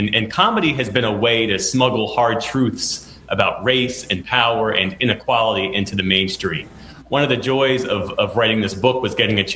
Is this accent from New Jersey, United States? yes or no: yes; New Jersey, United States; I grew up in South Jersey and have listened to WURD and have listened to you for quite a while.